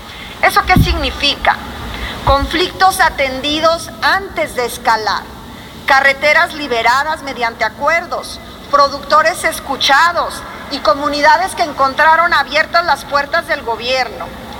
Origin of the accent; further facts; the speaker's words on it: Zacatecas, Mexico; en el caso de Zacatecas, mi tierra